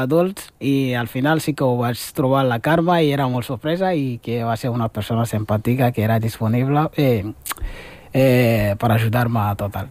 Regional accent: Algeria; now in Spain; Vaig arribar a Catalunya, d'Algèria, fins a Palma de Mallorca, i Palma de Mallorca a Barcelona.

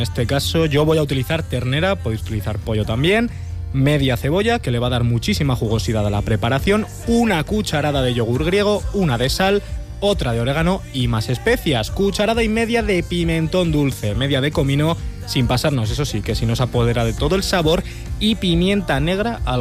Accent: Spain; Soy español, pero tengo que...

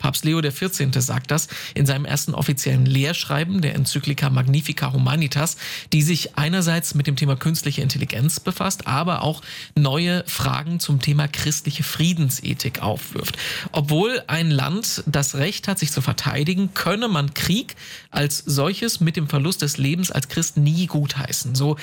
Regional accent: Germany; Jetzt haben wir als Deutsche eine ganz eigene Perspektive auf das Thema mit Krieg, Militär, mit unserer Geschichte.

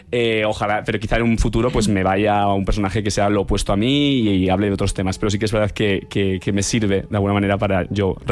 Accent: Navarre, Spain; yo también vengo de un pueblo de Navarra

